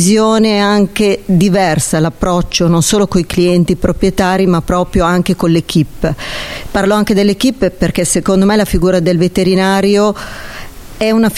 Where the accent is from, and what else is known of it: Cremona, Lombardy, Italy